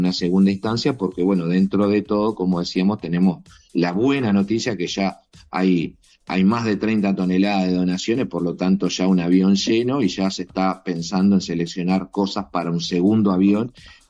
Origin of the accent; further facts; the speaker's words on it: Tacuarembó, Uruguay; la camiseta de tacuarembuense la he llevado a toda mi vida